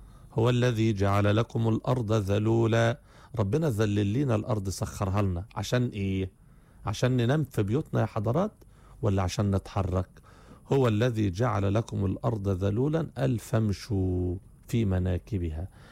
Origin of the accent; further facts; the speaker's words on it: Egypt; خرجنا من القرية للمركز عندنا، وخرجنا من المركز للمحافظة، وخرجنا من المحافظة لأرجاء مصر